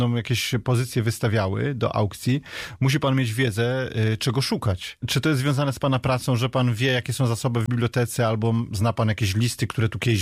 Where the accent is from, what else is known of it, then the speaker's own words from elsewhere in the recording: Bystrzyca Kłodzka, Lower Silesian Voivodeship, Poland; born there; ja jestem urodzony w Bystrzycy Kłodzkiej